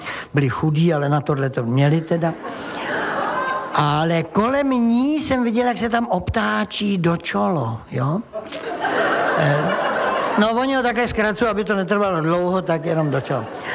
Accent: South Bohemian Region, Czechia; řeknu, promiňte, já jsem blbej Jihočech a pojedu domů.

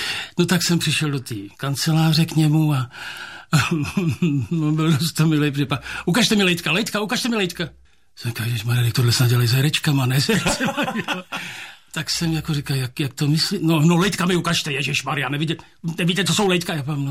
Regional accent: Prague, Czechia; A já jsem se jako rodilej Pražák, jsem někdy nepřišel do styku s takovýmhle dobytkem

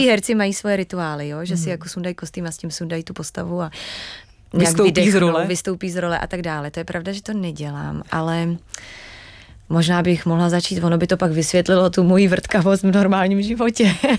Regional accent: Cheb, Karlovy Vary Region, Czechia; moved away; já pocházím z Chebu

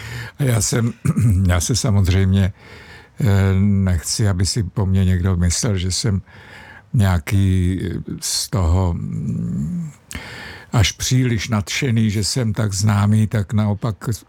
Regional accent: East Bohemia, Czechia; Byla to pro mě velká podsta a jsem hrdý Východočech.

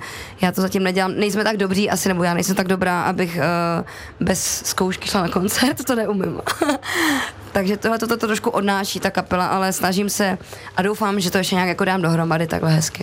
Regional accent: Otrokovice, Zlín Region, Czechia; Já pocházím z Otrokovic. Otrokovice jsou vlastně takové místo, oblast, kde další už město je už nějaká jakoby folklorní oblast, takže jako Zlín, už je Valašsko, Uherské Hradiště, Slovácko a potom Kroměříž

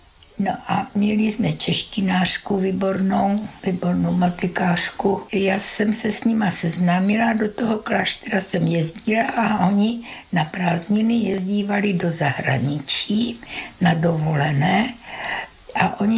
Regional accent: Kozlovice, Moravian-Silesian Region, Czechia; born there; also born or lived in Nová Bystrica, Slovakia

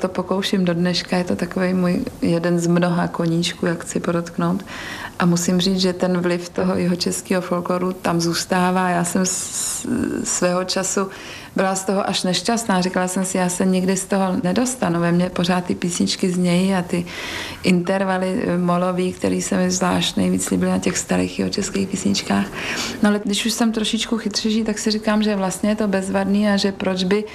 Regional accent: Žirovnice, Vysočina Region, Czechia; Já jsem ze Žirovnice, což je na rozhraní vlastně jižních Čech a Českomoravské Vysočiny. Ale já se pokládám po rodičích za jihočecha.

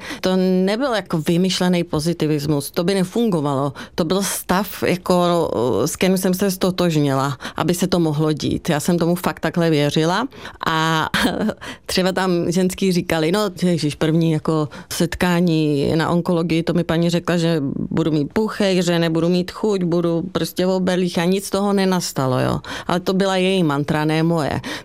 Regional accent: Bohemia, Czechia; born there; jsem se narodila jako v Čechách

